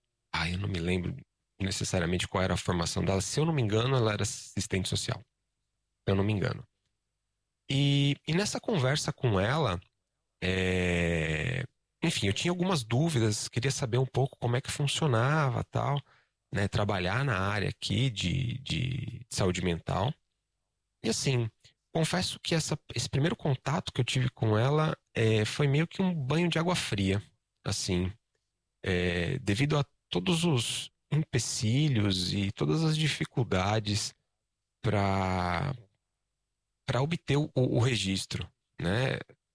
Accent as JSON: {"language": "Portuguese", "country": "Brazil", "moved": "as an adult", "lives_now": "New Zealand", "said": "Nova Zelândia em julho de 2022, né, há quase 3 anos atrás. E desde quando a gente saiu do Brasil"}